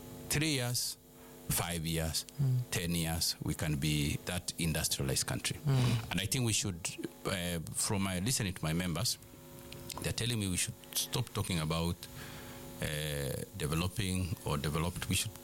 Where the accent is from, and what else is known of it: Kenya